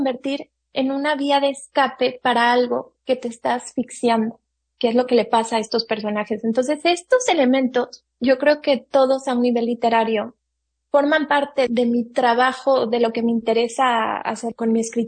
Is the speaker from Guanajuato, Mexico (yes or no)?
yes; Guanajuato, Mexico; es la reacción que yo tengo por lo regular cuando comento que soy de ahí.